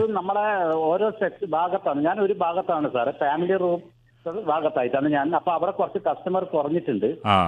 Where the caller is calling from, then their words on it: Kannur district, Kerala, India; തിരാനൂരാണ് എന്റെ വീട്.